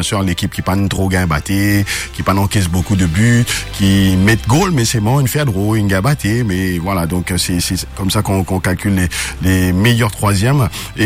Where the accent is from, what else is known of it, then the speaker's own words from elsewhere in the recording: France; donc moi je suis français comme d'habitude.